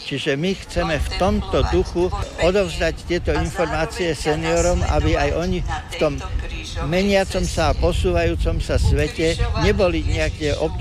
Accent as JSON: {"language": "Slovak", "town": "Bratislava", "region": "Bratislava Region", "country": "Slovakia", "said": "My sme Bratislavčania, sú tu Martinčania, miestni z Krupiny, takže sa tu stretlo, dá sa povedať, že celé Slovensko."}